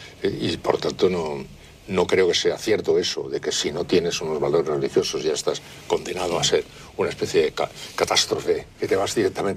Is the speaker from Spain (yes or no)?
yes; Spain; No creo en Dios. Pero no creo en Dios, pero soy español.